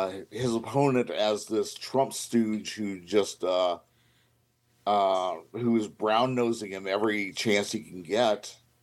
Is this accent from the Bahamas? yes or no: no; Georgia, United States; here in my hometown.